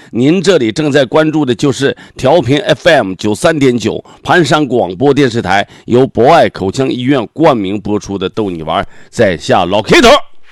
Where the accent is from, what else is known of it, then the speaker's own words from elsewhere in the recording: China; 人家我们老家就是这个传统，我们东发乡同发村，同仁的唐村也是这个传统